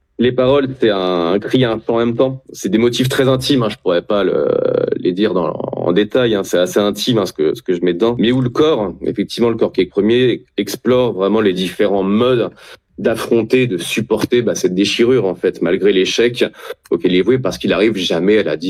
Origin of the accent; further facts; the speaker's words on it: Tours, Centre-Val de Loire, France; j'aime bien Tours et je viens de Tours